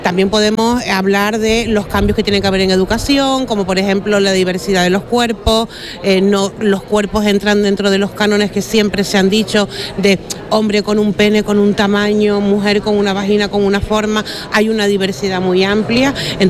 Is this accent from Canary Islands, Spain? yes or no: yes; Canary Islands, Spain; en mi caso, que vengo de Canarias